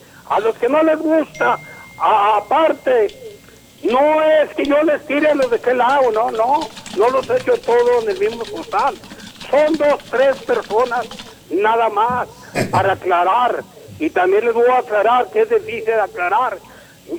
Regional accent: Mato Pino, Coahuila, Mexico; allá en Mato Pino, en Coahuila, y donde yo me crié, allá me crié yo en Mato Pino, Coahuila.

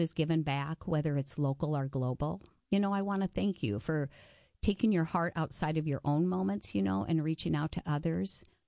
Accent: Indianola, Iowa, United States; In my head, because I'm from Indianola, right?

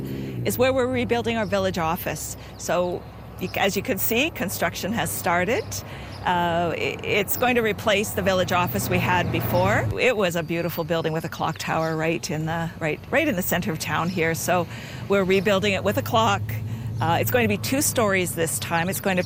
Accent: Lytton, British Columbia, Canada; Yeah, I grew up in Lytton, and I attended this church for a while.

